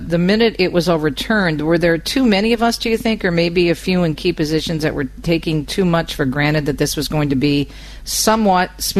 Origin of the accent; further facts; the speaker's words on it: Michigan, United States; my home state, Michigan